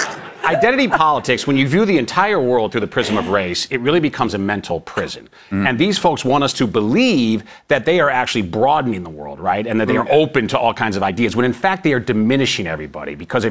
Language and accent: English; Colombia; Yeah, Colombia.